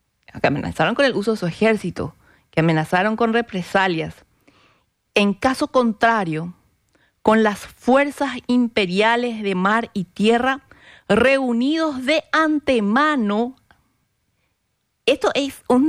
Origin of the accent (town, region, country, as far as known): Paraguay